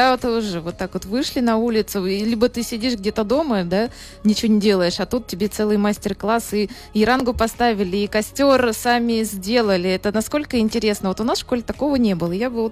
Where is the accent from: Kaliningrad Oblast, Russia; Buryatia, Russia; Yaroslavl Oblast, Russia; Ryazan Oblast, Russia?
Buryatia, Russia; я из Бурятии